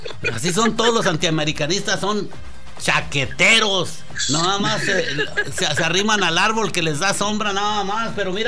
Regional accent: Monterrey, Nuevo León, Mexico; Vente, papi, somos de Monterrey.

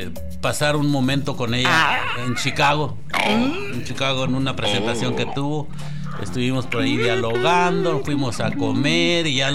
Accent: Monterrey, Nuevo León, Mexico; Ya sabes que soy de Monterrey.

